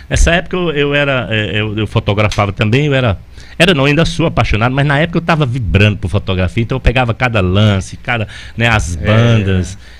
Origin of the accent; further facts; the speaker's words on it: Quixeramobim, Ceará, Brazil; born there; Na verdade, eu nasci em Quixeramobim, né? No centro, né? No centro do nosso Ceará.